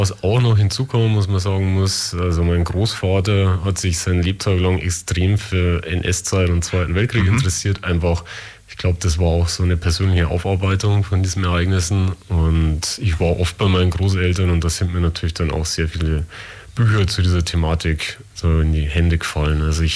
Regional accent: Bavaria, Germany; now in Ulm, Germany; komme ich nicht aus Ulm, sondern aus Bayern, genauer gesagt aus Niederbayern

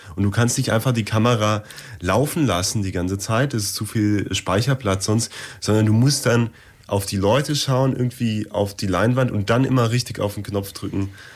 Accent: Laupheim, Baden-Württemberg, Germany; Denn bei uns daheim in Laupheim ist ja das Kinder- und Heimatfest.

